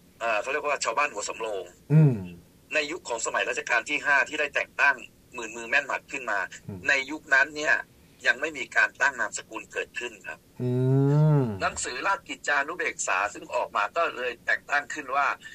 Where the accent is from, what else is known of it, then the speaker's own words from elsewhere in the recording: Lopburi, Thailand; เธอเป็นคนลพบุรีใช่ไหมบอกครับเกิดลพบุรีไหมเกิดครับ